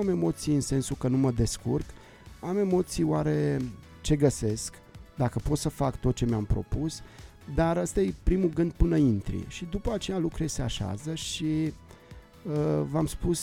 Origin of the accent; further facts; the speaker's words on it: Transylvania, Romania; Eu sunt din Ardeal